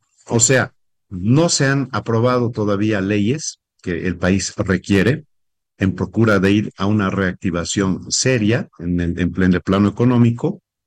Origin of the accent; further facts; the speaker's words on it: Bolivia; Necesitamos definir como bolivianos qué horizonte vamos a tratar de aquí en adelante.